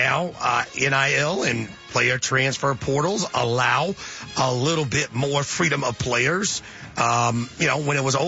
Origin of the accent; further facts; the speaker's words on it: the South, United States; So about time is what I would say, being a Southerner, and folks who are around here who are entrenched in college football.